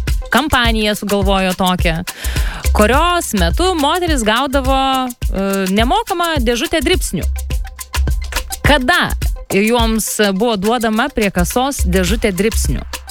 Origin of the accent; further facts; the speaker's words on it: Pasvalys, Panevėžys County, Lithuania; Ne, aš iš Pasvalio.